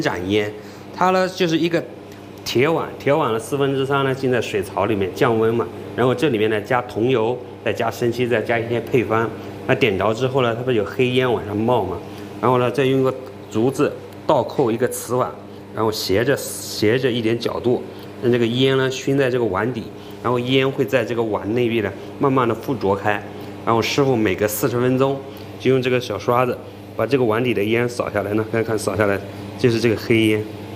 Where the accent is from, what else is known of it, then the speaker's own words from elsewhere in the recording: Anhui, China; 我们小时候读的幼儿园也是这徽墨厂幼儿园，从小就在这里，这里出生，这里长大，现在回来上班。